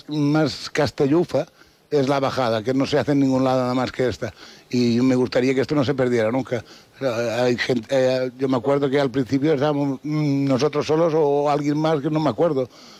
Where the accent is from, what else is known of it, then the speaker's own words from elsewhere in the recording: Mahón, Balearic Islands, Spain; nosotros hace 63 años que estamos aquí en el pueblo y yo nací ya aquí en Mahón y tal. Y la verdad es que me considero menorquín y de Villacarlos hasta la médula.